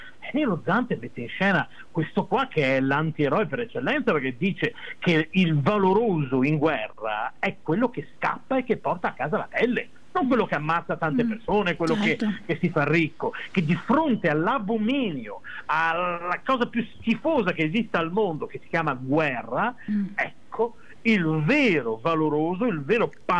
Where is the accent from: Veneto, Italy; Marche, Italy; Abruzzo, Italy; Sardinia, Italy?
Veneto, Italy; Pernumia; io sono di Ternunia, quindi è un mio io sono un suo compaesano.